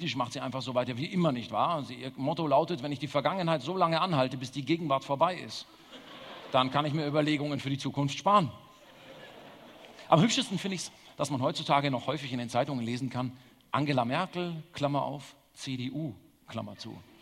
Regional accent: Germany

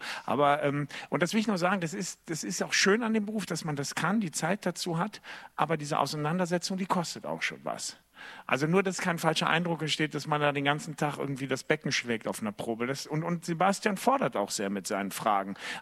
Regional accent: North Rhine-Westphalia, Germany; ich komme aus dem Kölner Raum, ich komme tatsächlich nicht aus dieser Region

